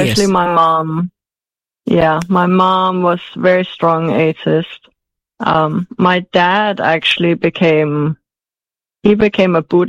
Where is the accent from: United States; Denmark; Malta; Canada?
Denmark; moved away as an adult; also born or lived in England; And then I grew up in Denmark, spent all my childhood and youth in Denmark. And then when I was 27, I moved to England on my own.